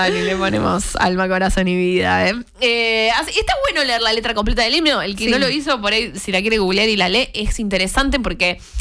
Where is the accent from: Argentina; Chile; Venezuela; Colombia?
Argentina; de lo que somos hoy como argentinos.